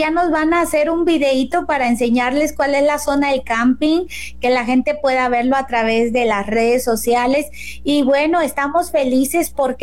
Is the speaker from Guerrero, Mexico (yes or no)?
yes; Zihuatanejo, Guerrero, Mexico; moved away; Es mi tierra por allá.